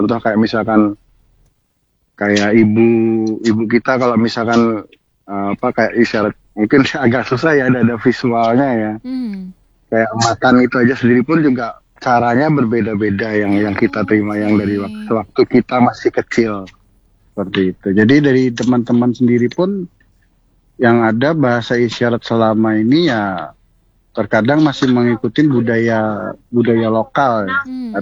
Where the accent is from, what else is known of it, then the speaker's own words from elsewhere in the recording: Semarang, Central Java, Indonesia; misalkan saya dari Semarang, contoh waktu saya dipanggil untuk membantu menerjemahkan di Cirebon, saya ngomong gitu, ini saya yang pakai, ini saya gunakan budaya budaya kota Semarang, bahasa isyaratnya.